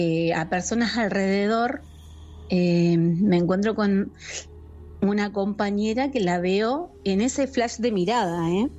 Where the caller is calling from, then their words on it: Río Negro, Argentina; De Río Negro.